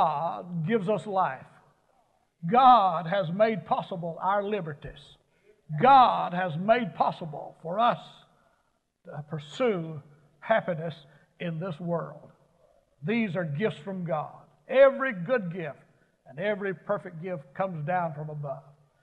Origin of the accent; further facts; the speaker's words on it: South Carolina, United States; Well, hey, I was born in the South. I grew up in the South. I'm still a sand lapper from South Carolina. I'm a southerner from the top of my head to the bottom of my feet.